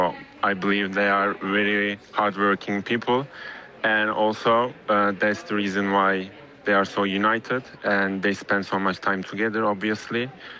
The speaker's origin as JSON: {"language": "English", "country": "Turkey", "moved": "yes", "said": "I'm from Turkey, actually"}